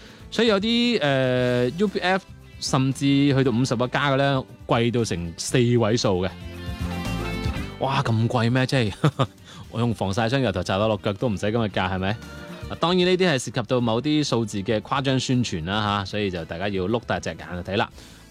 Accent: Guangdong, China; 我哋廣東人

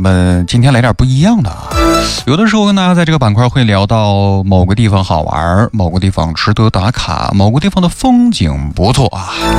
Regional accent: Xinjiang, China; 打馕啊，是咱们新疆人生活里再日常不过的场景了。

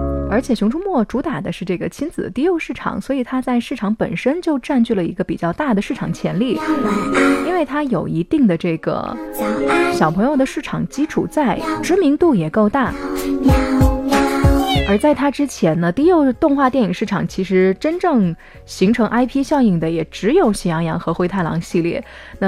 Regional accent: China; 我们中国人

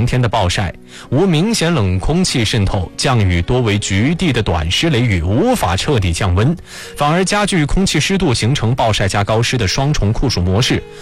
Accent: Chongqing, China; 三伏天最适合咱们重庆人本地多吃的三类本地食材啊是有哪些，整体的价格都还比较平易近人，适配咱们重庆人的啊整个一个消费和饮食习惯。

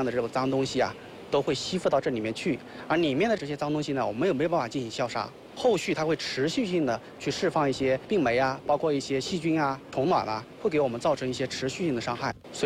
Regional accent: Guangxi, China; 包括我们广西这边最喜欢吃的鱼生啊

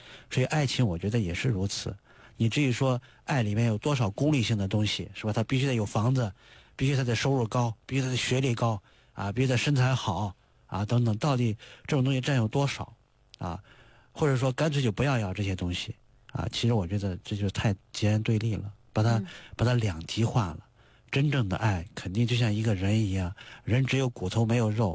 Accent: China; 我们中国人

